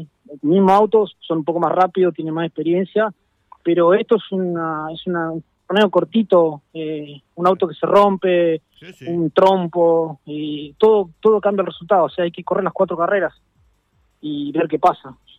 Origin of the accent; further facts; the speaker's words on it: Villalonga, Buenos Aires Province, Argentina; accent: porteño; Yo soy Villalonga, digan lo que digan, aunque tengo acento de porteño, pero bueno, soy de Villalonga.